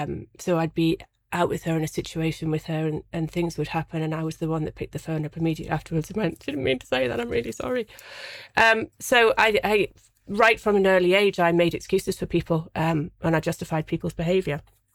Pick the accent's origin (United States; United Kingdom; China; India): United Kingdom; Tynemouth, North East England; So I was brought up in Tynemouth. Brought up in the northeast of England. I had a very privileged childhood. Not a very happy one, but a very privileged one. So I was privately educated up until the age of 18.